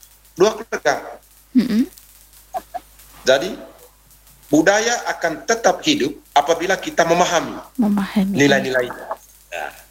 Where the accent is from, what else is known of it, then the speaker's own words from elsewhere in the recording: Manggarai, East Nusa Tenggara, Indonesia; kita sebagai orang Manggarai